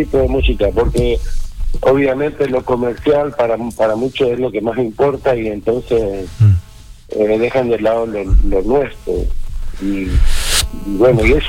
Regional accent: Corrientes, Argentina; En Corrientes tenemos destacados festivales

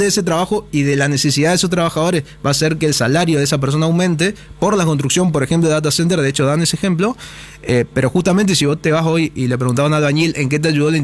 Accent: Argentina; soy argentino

